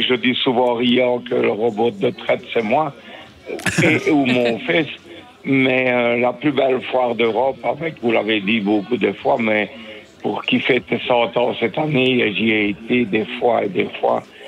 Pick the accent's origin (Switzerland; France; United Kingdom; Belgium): Belgium; Sougné-Remouchamps, Wallonia; born there; Oui, mais je suis né à Saunier-Remouchamps, il y a quelques années